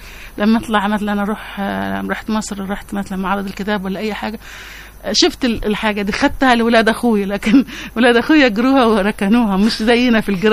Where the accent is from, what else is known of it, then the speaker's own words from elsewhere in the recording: Yemen; كنت أقوم أنا أقول يمنية، في واحدة سودانية، واحد تقوم فلسطينية تقول فلسطينية، فكان أنت يمنية كلامش مش باين أنا يمني